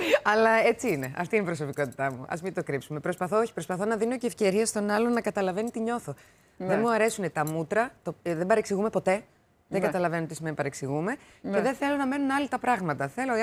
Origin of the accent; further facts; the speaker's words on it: Drama, Eastern Macedonia and Thrace, Greece; moved away; Γύρισα, πήγα και στην πόλη μου, στη Δράμα.